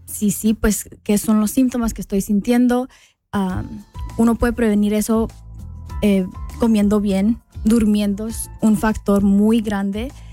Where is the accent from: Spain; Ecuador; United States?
United States; born there; yo nací aquí en Estados Unidos, pero mis papás son de Chihuahua, México. Tengo 24 años.